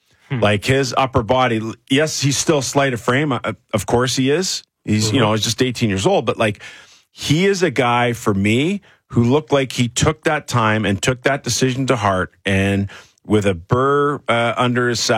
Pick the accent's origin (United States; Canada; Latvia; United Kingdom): Canada; Toronto, Ontario; You know, I grew up in Toronto.